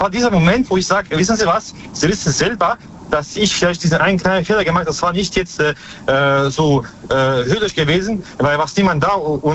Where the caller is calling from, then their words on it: Baden-Baden, Baden-Württemberg, Germany; Ich komme aus Baden-Baden.